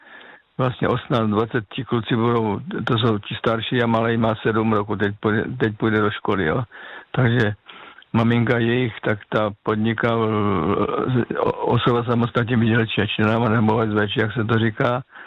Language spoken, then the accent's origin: Czech; South Moravian Region, Czechia; já pocházím z Moravského Slovácka a tam jsme vlastně byli tři generace babičky, rodiče a my kluci jako